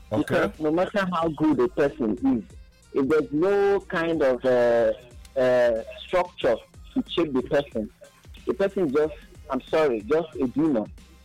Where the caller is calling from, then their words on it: Abakaliki, Ebonyi, Nigeria; I'm calling from Bakaliki, Ebonyi State Capital.